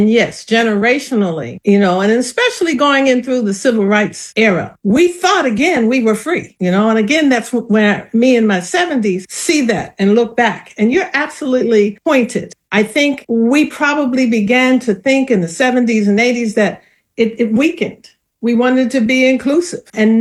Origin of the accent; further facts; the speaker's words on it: North, United States; I'm originally from the North, and we had to learn it both as a poem and as a song.